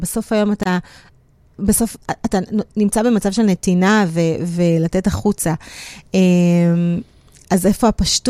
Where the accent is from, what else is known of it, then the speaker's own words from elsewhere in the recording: Jerusalem, Jerusalem District, Israel; אתה גדלת בירושלים, גם אני גדלתי